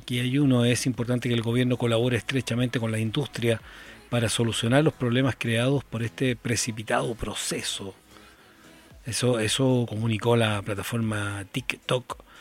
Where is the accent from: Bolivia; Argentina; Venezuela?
Venezuela; now in Colombia; Soy de Venezuela, pero vivo en Colombia.